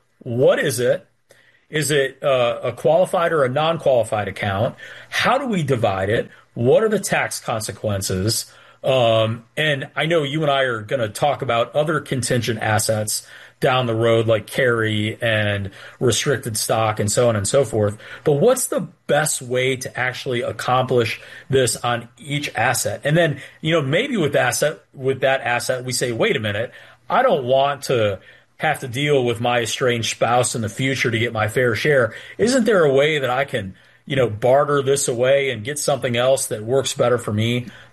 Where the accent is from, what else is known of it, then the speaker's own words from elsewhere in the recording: Florida, United States; my home state of Florida